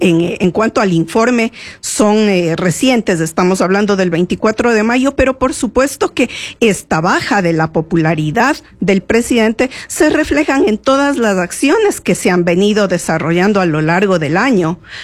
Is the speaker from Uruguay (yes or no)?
no; Ecuador; nosotros como ecuatorianos siempre estamos con el pendiente de aquello